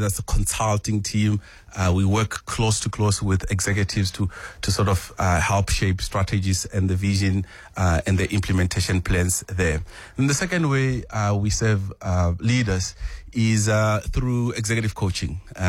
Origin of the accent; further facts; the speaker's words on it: Habegwa Chauru, Limpopo, South Africa; It might sort of date back from a very, very young age. I grew up in Venda in a village called Habegwa Chauru.